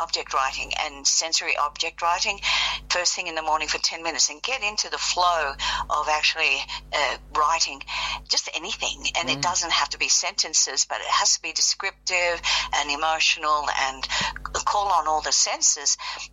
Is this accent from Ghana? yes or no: no; Australia; also born or lived in Copenhagen, Denmark; I'm Scandinavian born. I was born in Copenhagen, and I came to Australia.